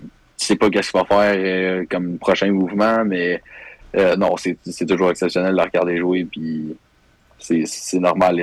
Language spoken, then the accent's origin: French; Deux-Montagnes, Quebec, Canada; Ouais, un petit gars de Deux-Montagnes.